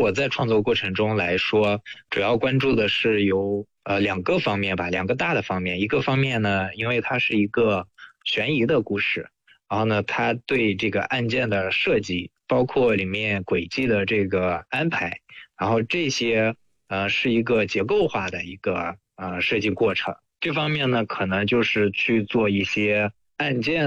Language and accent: Chinese; China